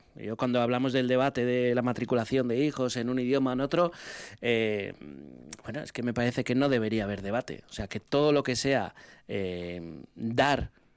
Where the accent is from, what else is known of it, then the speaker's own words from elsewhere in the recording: Andalusia, Spain; now in Basque Country, Spain; Y yo soy muy de mi tierra, soy andaluz.